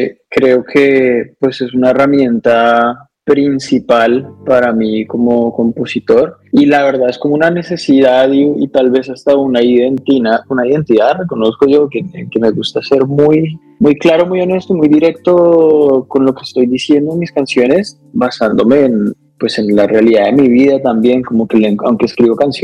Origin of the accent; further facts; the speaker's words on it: Colombia; moved away as an adult; Yo salí de Colombia buscando crecer mi carrera como compositor también. Igual amo Colombia, estoy volviendo a Colombia todo el tiempo